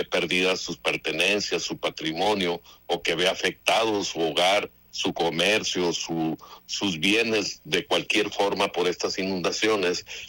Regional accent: Nogales, Sonora, Mexico; yo soy de Nogales, soy nacido, soy criado ahí en Nogales

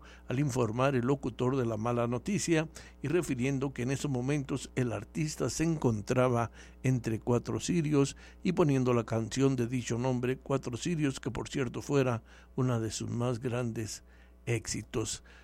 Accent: Nogales, Sonora, Mexico; born there; Yo nací aquí en Nogales, Sonora, pero pues mucha gente dice que yo nací allá en Guadalajara. No, yo nací aquí.

